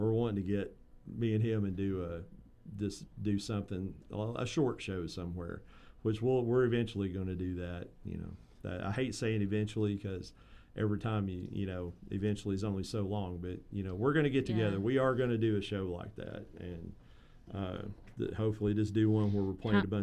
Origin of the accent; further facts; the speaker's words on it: Jonesville, Virginia, United States; I grew up in Jonesville, Virginia, which is not exactly a rock and roll mecca